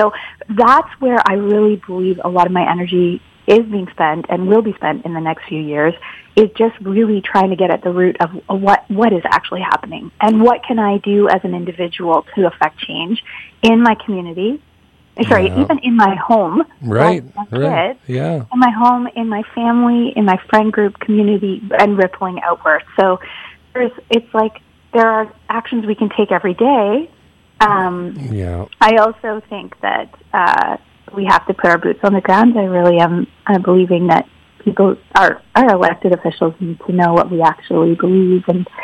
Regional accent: Whitby, Ontario, Canada; And then I grew up in Whitby, Ontario

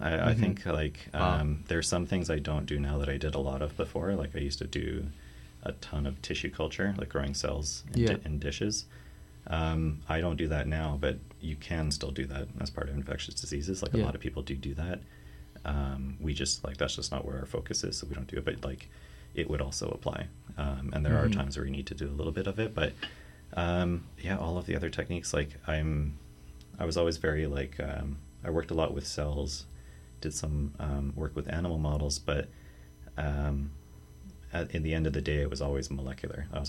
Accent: Ontario, Canada; We're both originally from Ontario.

